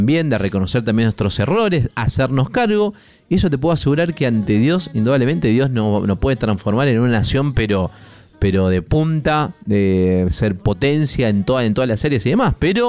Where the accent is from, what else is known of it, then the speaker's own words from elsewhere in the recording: Argentina; la identidad, lamentablemente, que tenemos como argentino